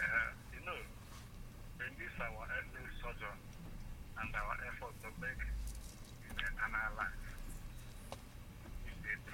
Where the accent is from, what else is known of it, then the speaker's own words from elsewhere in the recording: South East, Nigeria; I'm coming from Igbo.